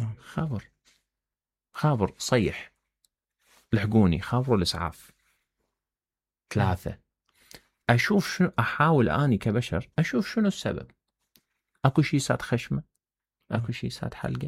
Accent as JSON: {"language": "Arabic", "town": "Hillah", "region": "Babil", "country": "Iraq", "said": "يعني معاونة من الحكومة المحلية في بابل. أتمنى أن مدينتي تصير بهالطريقة"}